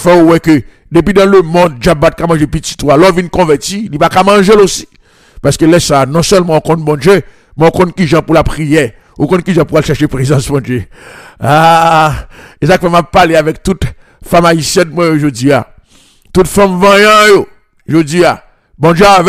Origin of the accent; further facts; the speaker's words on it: Haiti; nous en tant que haïtien